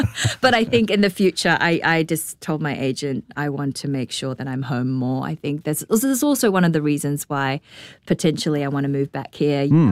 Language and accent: English; Auckland, New Zealand; moved away; also born or lived in Shanghai, China / Australia; I grew up in Auckland.